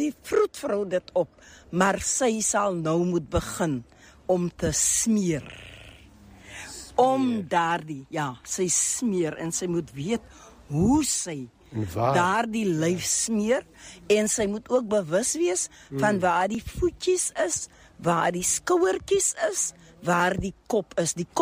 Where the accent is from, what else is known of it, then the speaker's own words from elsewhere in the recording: Joubertina, Eastern Cape, South Africa; Ek is gebore op Jobertina, lang kloof, en dit is deel van die breer Inkwa geografiese stamgebied van ons volklikheid. Ek het groot geword daar